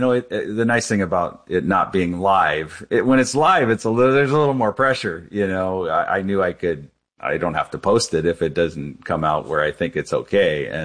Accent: New Orleans, Louisiana, United States; born there; And so he moved us there and that's where I was born. I was born in New Orleans. And then we were only there for a year or two.

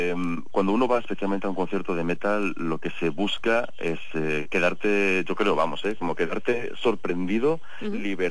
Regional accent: Medina del Campo, Castile and León, Spain; El resto somos todos oriundos de Medina del Campo

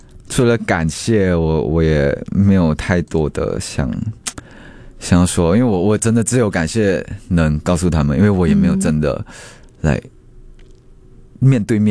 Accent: Johor Bahru, Johor, Malaysia; now in Kuala Lumpur, Malaysia; 就是因为我本身也不是从大城市出生的人，

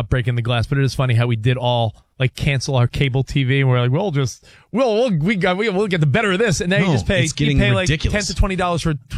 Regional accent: New York, United States; I'm from New York.

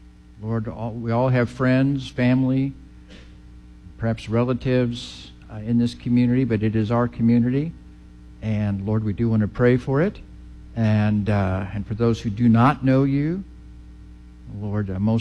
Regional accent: Missouri, United States; I grew up in Missouri

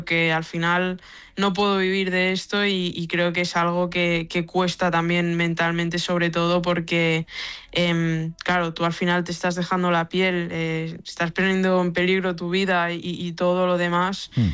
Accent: Lloret de Mar, Catalonia, Spain; also born or lived in Blanes; Sí, nací en Blanes, pero bueno, de siempre he estado en Lloret y bueno, es mi pueblo, Lloret de Mar.

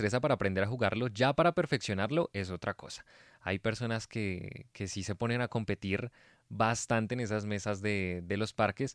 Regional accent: Colombia

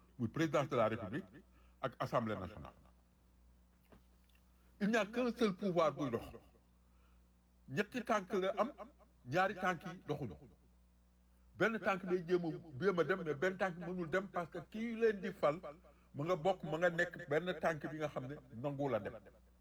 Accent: Senegal; je suis Sénégalais.

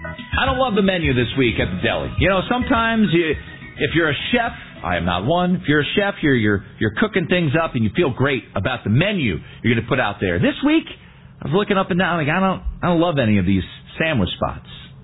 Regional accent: Washington, District of Columbia, United States; I was on a radio show this week in my hometown of Washington, D.C., with my guy Kevin Sheehan

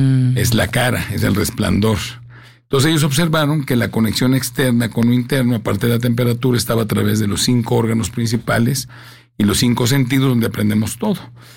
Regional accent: Tijuana, Baja California, Mexico; Yo crecí en Tijuana.

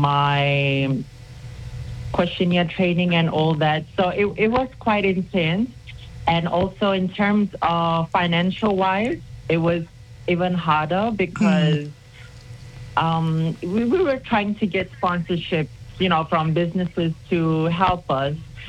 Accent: Fiji; moved away as an adult; now in Rarotonga, Cook Islands; I come from the wonderful islands of Rarotonga, Fiji, Puka Puka and Mangaia. Mm-hmm. And I was born here in Rarotonga and raised in Fiji. Mm. And I had come back to Rarotonga to finish my college years.

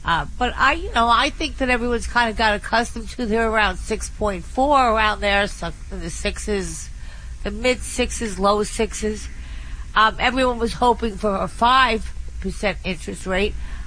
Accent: New York City, New York, United States; But most people that I know, and I'm a New Yorker, they're like maybe saying, okay, I'm going to buy something here.

